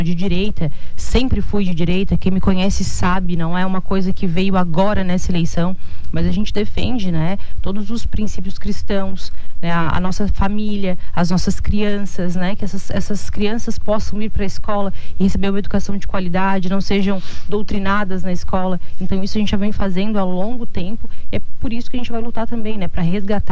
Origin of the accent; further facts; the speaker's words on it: Paraná, Brazil; born there; now in Braço do Norte, Brazil; Bom, eu sou, resido, né, em Braço do Norte, moro aqui em Santa Catarina há 30 anos, nasci no Paraná